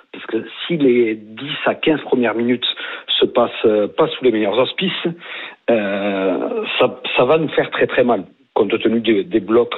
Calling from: Agen, Nouvelle-Aquitaine, France; Chez nous, à Agen

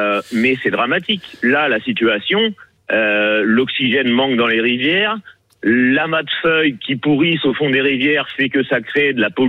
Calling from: Nouvelle-Aquitaine, France; moi je suis en Charente-Maritime, d'accord. Donc nous, on est juste à ras de la mer

